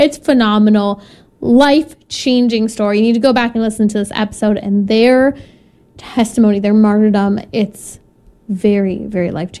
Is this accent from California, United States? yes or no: yes; California, United States; I'm from California.